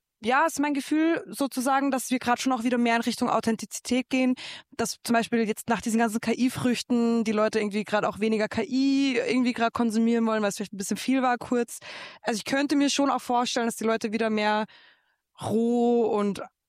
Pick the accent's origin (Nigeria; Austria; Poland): Austria; accent: Austrian dialect; moved away as an adult; now in Germany; in Österreich durfte ich die Nachrichten sprechen, aber ich glaube, in Deutschland wäre das gar nicht so leicht, weil man meinen österreichischen Dialekt noch so ganz leicht raushört.